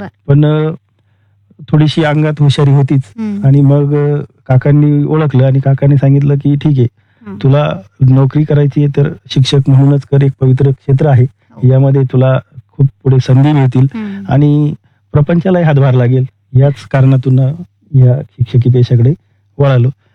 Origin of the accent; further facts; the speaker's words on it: Dodi Budruk, Maharashtra, India; माझं बालपण सिन्नर तालुक्यातील दोडी बुद्रुक या छोट्याशा गावातच गेलं. माझं प्राथमिक शिक्षण हे सुद्धा दोडी बुद्रुक गावातच प्राथमिक शाळेतच झालं जिल्हा परिषदेच्या